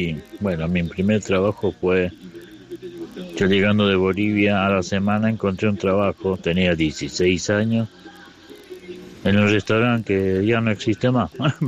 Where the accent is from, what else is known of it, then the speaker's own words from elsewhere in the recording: Longchamps, Buenos Aires Province, Argentina; soy de Longchamp.